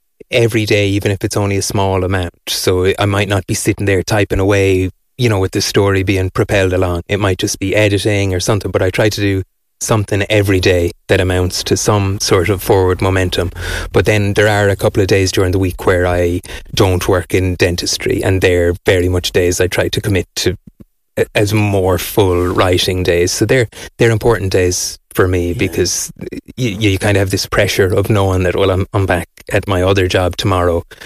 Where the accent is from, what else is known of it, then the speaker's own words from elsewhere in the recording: Mayo, Connacht, Ireland; where I grew up in Mayo. And it's amazing, you know, that Mayo is not very far from Wexford